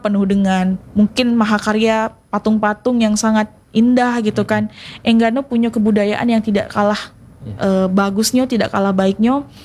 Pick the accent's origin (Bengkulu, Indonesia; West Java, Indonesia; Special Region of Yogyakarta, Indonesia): Bengkulu, Indonesia; born there; Orang tua saya itu, ibu saya Sunda, bapak saya Jawa. Saya lahir di Bengkulu, tapi saya tidak bisa bahasa Rejang, tidak bisa bahasa Serawai, tidak bisa bahasa Lembak.